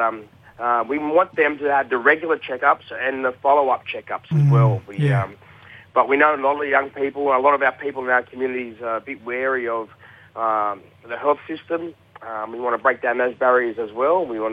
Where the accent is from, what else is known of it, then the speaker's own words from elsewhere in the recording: Sydney, New South Wales, Australia; I'm born and bred on Gadigal country, Bidjigal country here in Sydney, and this is where I live.